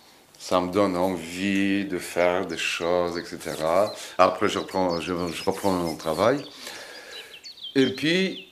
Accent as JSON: {"language": "French", "country": "Poland", "second_language": "French", "moved": "as an adult", "lives_now": "Ariège, France", "said": "Moi, j'ai quitté la Pologne comme c'était un beau pays"}